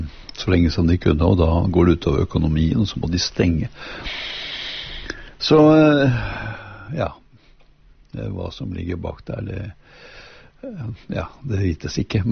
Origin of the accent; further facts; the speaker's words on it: Eidsvoll, Akershus, Norway; moved away; jeg kom jo opprinnelig fra Feiring, som tilhører jo Eidsvoll.